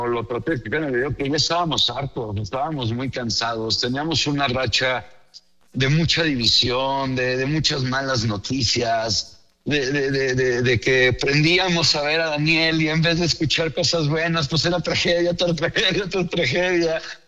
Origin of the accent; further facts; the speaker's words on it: Mexico; no me daban ganas de presumir que era mexicano. Y como dije en el video, tenía tiempo olvidando lo que somos los mexicanos realmente.